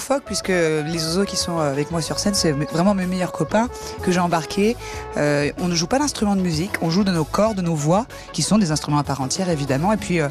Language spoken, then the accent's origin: French; Grand Est, France; mais je viens des Ardennes, dans le nord-est de la France, près de la Belgique.